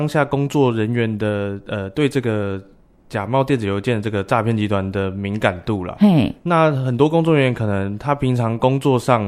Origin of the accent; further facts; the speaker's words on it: Taitung County, Taiwan; 对，我是台东人。